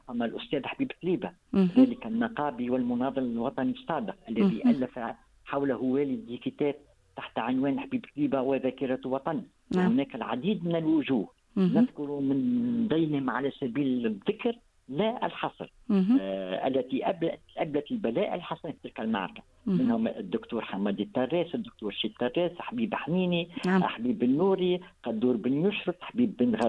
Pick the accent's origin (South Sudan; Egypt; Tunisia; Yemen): Tunisia; Bizerte, Bizerte Governorate; born there; كتب عديد الكتب حول بنزرت، مسقط رأسي